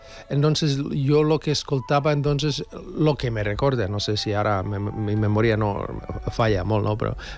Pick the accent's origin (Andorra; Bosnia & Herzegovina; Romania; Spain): Bosnia & Herzegovina; Catalan is a second language; moved away; De Bòsnia. Ara soc de Bòsnia, sí.